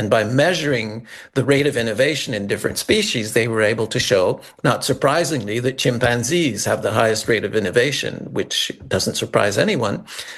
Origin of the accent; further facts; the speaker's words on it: Montreal, Quebec, Canada; Yes, I grew up in Montreal. I've never been much of a nature person, and actually I was more comfortable in the city.